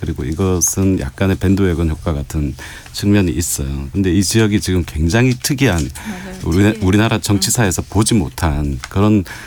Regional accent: Busan, South Korea; moved away; 부산 출신이고

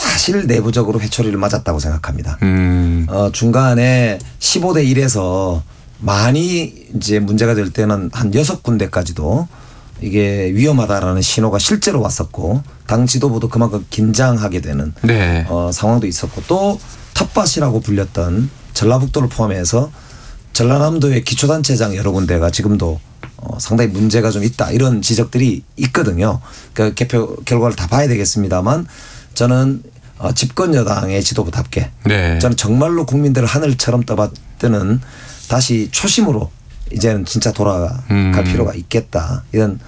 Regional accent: Busan, South Korea; 저도 고향이 부산이지만

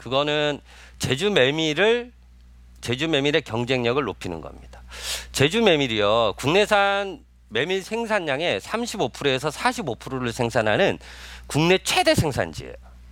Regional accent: Jeju, South Korea; born or raised there

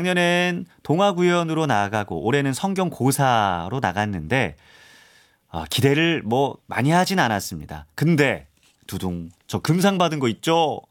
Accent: Yeongcheon, North Gyeongsang, South Korea; 제 고향이 또 경북 영천이라 딸에게 부탁했습니다.

